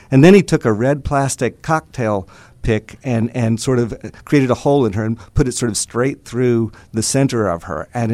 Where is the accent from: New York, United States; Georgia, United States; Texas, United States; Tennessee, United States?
Texas, United States; Dallas; I grew up in Dallas. Bohemian artists, wolves for parents, and they knew a lot of artists who were a lot of really interesting people